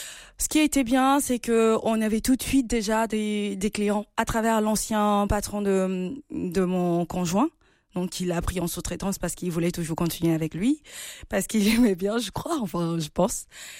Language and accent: French; Gabon; moved away as an adult; now in France; Moi, je viens du Gabon